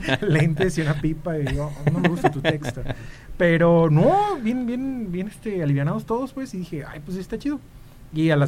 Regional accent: Aquiles Cerdán, Mexico; soy de un ranchito que se llama Aquiles Cerdán, que está para Jalisco.

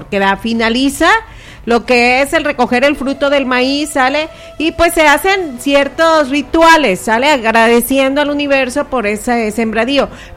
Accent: Mexico; así somos los mexicanos.

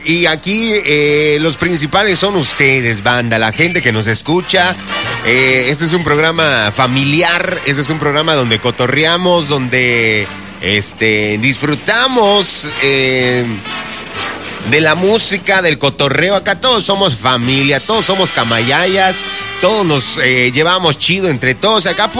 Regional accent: Mexico; born there; now in Mérida, Mexico; Qué bonito que nacimos en México, ¿verdad?

